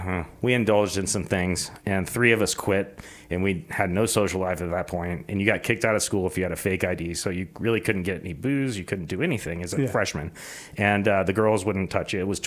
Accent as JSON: {"language": "English", "town": "Dallas", "region": "Texas", "country": "United States", "said": "I'm from Dallas."}